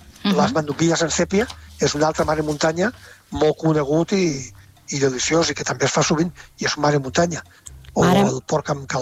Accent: Catalonia, Spain; la manera com som catalans.

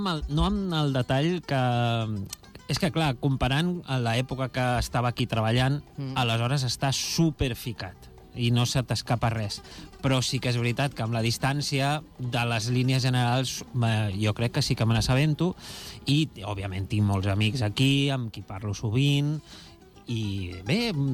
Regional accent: Badalona, Catalonia, Spain; Jo vivia a Llefià, la meva mare viu encara a Llefià, i quan vinc aquí a Badalona sóc de Llefià.

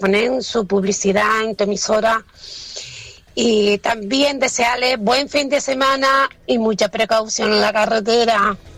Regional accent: Santa Lucía, Canary Islands, Spain

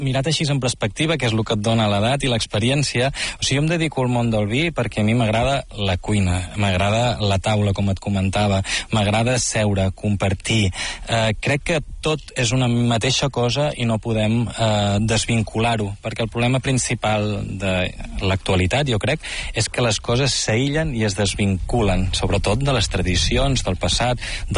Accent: Girona, Catalonia, Spain; now in L'Albera, Spain; Jo soc de Girona, aquesta també és bona, i estic aquí a l'Albera Visquent. Tinc arrels, aquí, tinc els meus besavis, que eren del poble del costat d'Espolla

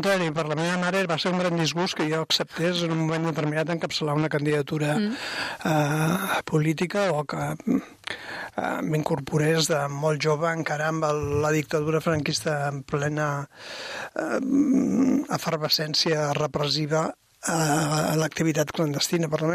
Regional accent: Mollet del Vallès, Catalonia, Spain; per al Mollet, poble que hi ha dintre de la ciutat actual

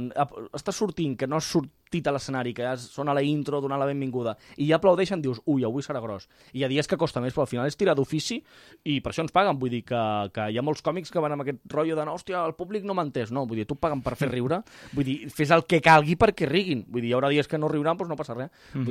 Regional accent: Cunit, Catalonia, Spain; jo moltes vegades surto quan vaig a poble, hòstia, sí, sóc de Cunit i, hòstia, suposo que estic flipant, no?

